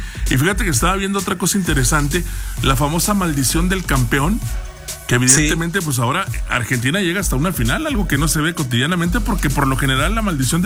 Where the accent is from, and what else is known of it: Mexico